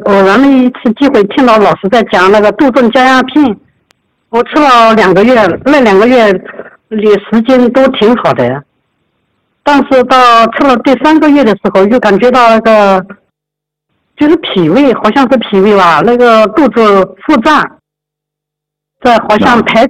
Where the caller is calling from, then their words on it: Xuancheng, Anhui, China; 我是来自安徽宣城的一名学员。